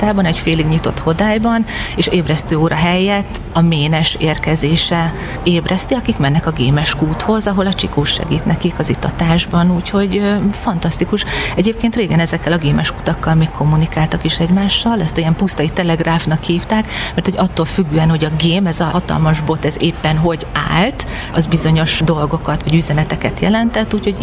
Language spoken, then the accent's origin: Hungarian; Debrecen, Hajdú-Bihar, Hungary; én 100%-ig belvárosi lány vagyok, tehát egy belvárosi gangos bérházban nőttem fel is, gyakorlatilag éltem világéletemben